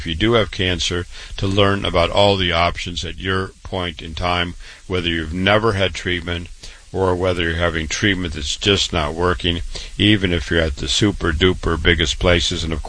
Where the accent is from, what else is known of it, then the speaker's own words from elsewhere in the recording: Waterloo, Iowa, United States; now in New York, United States; born and raised in Waterloo, Iowa